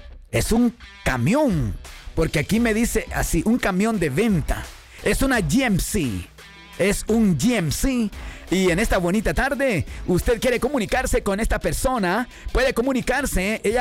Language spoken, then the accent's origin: Spanish; Honduras; now in United States; Mientras que en mi país, ahí trabajas y no te pagan. No sé si te pasa lo mismo, pero a mí sí me ha pasado, hermanito. En Honduras trabajé como 15 días de ayudante de albañil